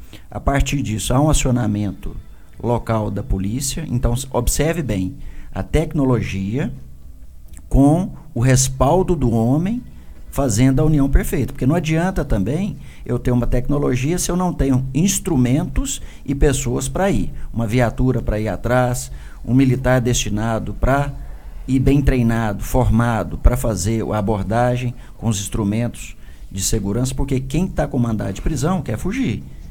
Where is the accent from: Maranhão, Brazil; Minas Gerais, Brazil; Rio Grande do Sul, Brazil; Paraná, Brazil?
Minas Gerais, Brazil; born there; now in Belo Horizonte, Brazil; Eu sou nascido aqui, registrado no Quartel São João, que é um distritozinho ali do Quartel Geral.